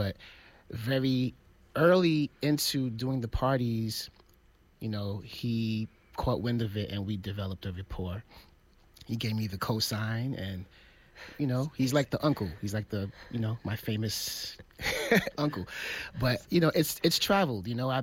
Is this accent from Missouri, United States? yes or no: no; New York City, New York, United States; I am Brooklyn born.